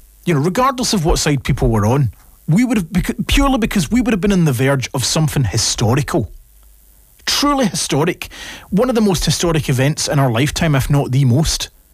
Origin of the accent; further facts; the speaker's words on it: Scotland, United Kingdom; I'm Scottish, I'm sorry, but I'm Scottish.